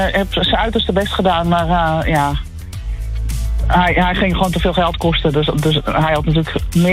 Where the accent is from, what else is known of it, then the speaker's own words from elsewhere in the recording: North Holland, Netherlands; Maar we komen uit Noord-Holland vandaan.